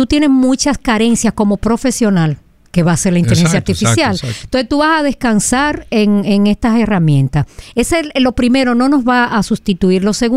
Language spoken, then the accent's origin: Spanish; Dominican Republic